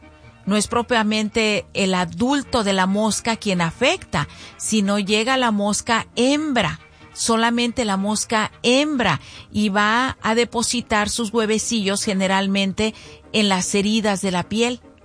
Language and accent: Spanish; Zacualco de Torres, Jalisco, Mexico; como que ando en los bailables allá en el kiosco de allá de mi pueblo, de Zacualco de Torres.